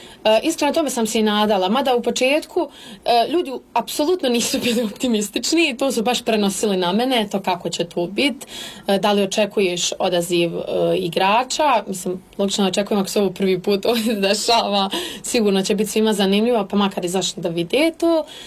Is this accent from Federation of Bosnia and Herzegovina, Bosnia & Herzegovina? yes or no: yes; Gračanica, Federation of Bosnia and Herzegovina, Bosnia & Herzegovina; Ekipe su bile iz Lukavca, Srebrenika, Ilijaša, Brezi, Gračanice, odakle sam ja